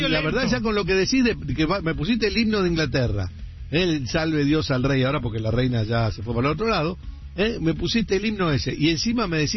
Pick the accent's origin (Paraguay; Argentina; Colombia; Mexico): Argentina; Soy argentino y conozco nuestra mentalidad.